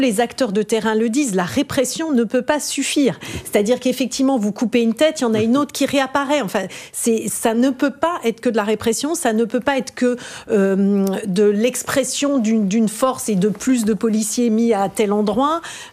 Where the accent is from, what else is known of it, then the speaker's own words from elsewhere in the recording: Dijon, Bourgogne-Franche-Comté, France; Je suis originaire de Dijon. La ville de Dijon a été très durement frappée par le narcotrafic.